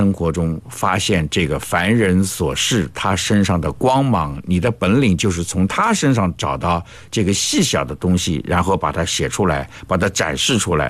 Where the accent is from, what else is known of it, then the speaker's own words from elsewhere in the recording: Jinjiang, Fujian, China; 我老家是晋江的